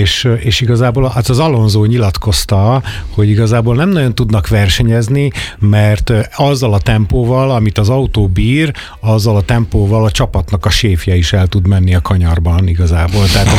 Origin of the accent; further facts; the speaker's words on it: Pécs, Baranya, Hungary; moved away as an adult; now in Budapest, Hungary; én pécsi srác vagyok